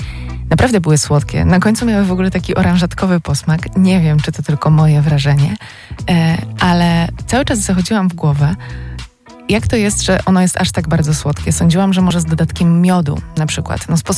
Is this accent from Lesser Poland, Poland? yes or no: no; Greater Poland Voivodeship, Poland; ja jako rodowita Wielkopolanka i człowiek wychowany na ziemniakach